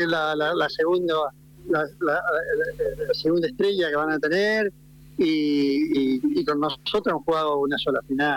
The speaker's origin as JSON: {"language": "Spanish", "country": "Argentina", "moved": "yes", "lives_now": "Spain", "said": "los argentinos acá la sufrimos, porque cada vez que nos encontramos con alguien que nos detecta como argentino"}